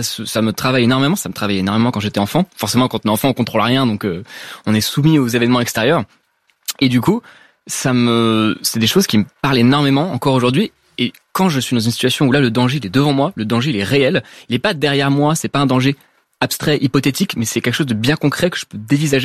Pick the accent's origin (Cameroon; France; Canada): France; Paris, Île-de-France; Alors, j'ai grandi à Paris, donc du coup, bon, j'ai grandi autour des gratte-ciels